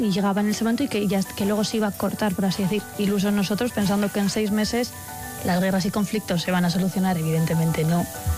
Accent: San Sebastián, Basque Country, Spain; moved away as an adult; fue la primera vez que yo salí de Donosti, entonces la primera vez que salía de casa durante 4 años

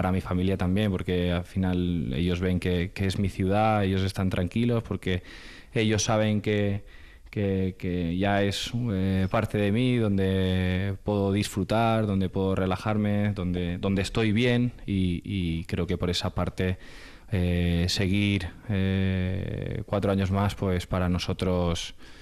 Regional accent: Jávea, Valencian Community, Spain; moved away as an adult; now in Vitoria, Spain; nosotros orgullosos de poder decir que somos de Javea también.

